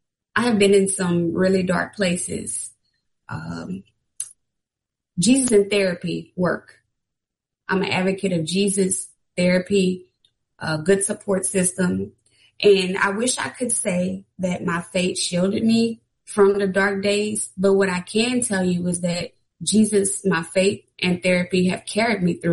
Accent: Louisiana, United States; I was born and raised in Acadiana, which is around 50 minutes from Southern University, where I currently reside in Lafayette, and I am a proud graduate of Southern University.

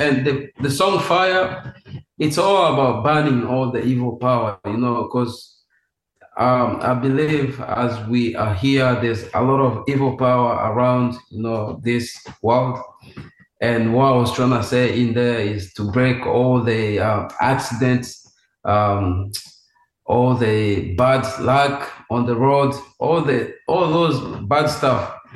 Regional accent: DR Congo; And yeah, I'm from Congo.

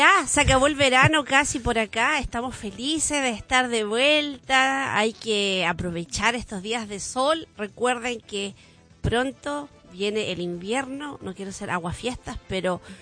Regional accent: Chile; moved away; pude visitar mi linda tierra, mi querido Chile

